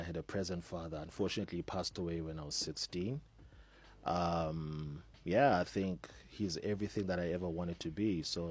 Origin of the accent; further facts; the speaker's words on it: Soweto, Gauteng, South Africa; being a guy born and raised in Soweto